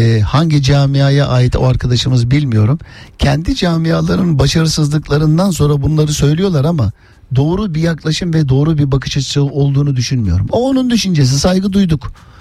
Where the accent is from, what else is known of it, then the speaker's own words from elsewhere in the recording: Istanbul, Turkey; Doğma büyüme özbeöz Beşiktaş semtinin insanıyım.